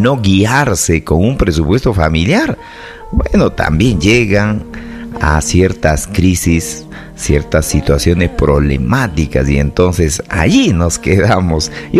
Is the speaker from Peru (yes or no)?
yes; Vinchos, Ayacucho, Peru; born there; now in Huanta, Peru; por Vinchos, que es mi tierra, donde yo nací